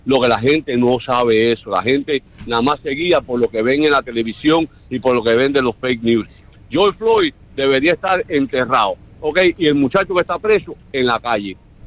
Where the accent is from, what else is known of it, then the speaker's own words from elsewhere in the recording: Cuba; now in United States; Cuando yo llegué de Cuba, a mí me decían, you fucking speak.